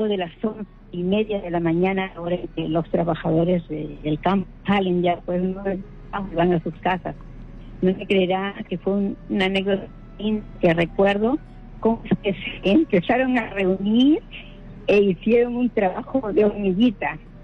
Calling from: Chocope, La Libertad, Peru; de Chocope.

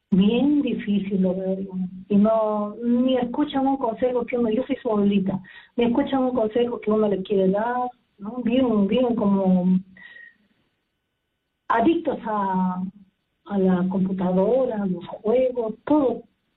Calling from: Trujillo, La Libertad, Peru; de Trujillo, estoy llamando

